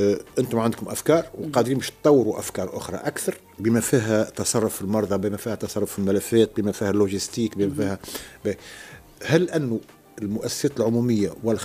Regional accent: Tunisia; انا تونسي خطر... عندي ابداع وذكاء ومتقدم جدا اي حبيت نبقى في بلادي، لقيت روحي على وشك الافلاس.

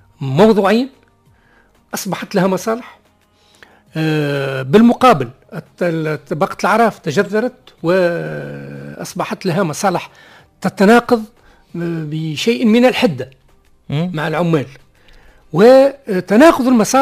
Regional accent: Tunisia; عندنا في تونس

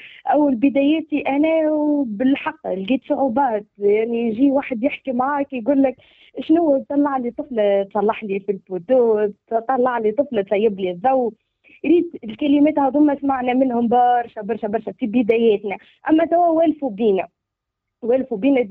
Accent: Gafsa Governorate, Tunisia; also born or lived in Metlaoui; now in Sousse, Tunisia; يعني أنا وزميلتي من قفصة.

